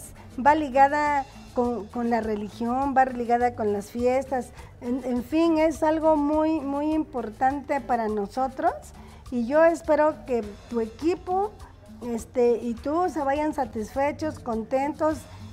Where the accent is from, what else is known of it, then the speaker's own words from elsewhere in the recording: Oaxaca, Mexico; venir a Oaxaca y no probar una tlayuda, no, ¿verdad? Y venir a mi tierra linda menos.